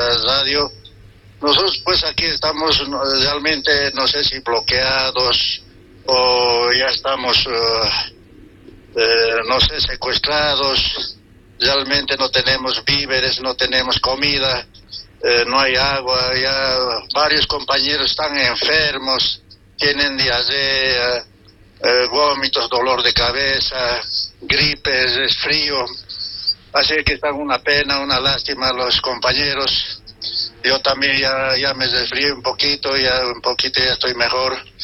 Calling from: Cochabamba, Bolivia; estamos en Cochabamba

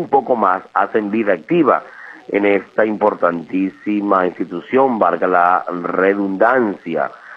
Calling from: Biruaca, Apure, Venezuela; directamente desde Viruaca, acá en el estado Apure

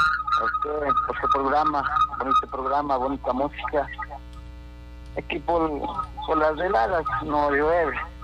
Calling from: Cotopaxi, Ecuador

